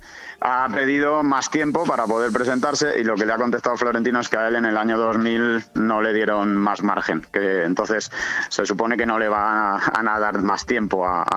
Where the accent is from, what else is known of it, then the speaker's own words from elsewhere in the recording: Albatera, Valencian Community, Spain; Lógicamente, muy vecino mío, de la Vega Baja. Sí. Yo sabes que soy de Albatera.